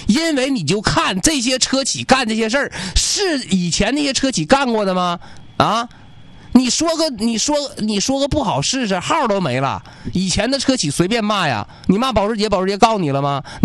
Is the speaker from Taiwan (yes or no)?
no; Changchun, Jilin, China; 我长春人，我支持我们一汽奥迪啊